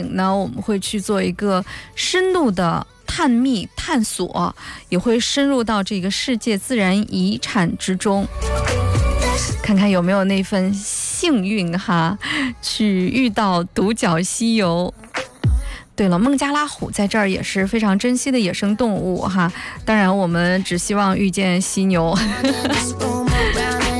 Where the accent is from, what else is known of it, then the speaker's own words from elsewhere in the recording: Shandong, China; 齐鲁青未了，热情又好客，善良没得说，这就是咱们山东人。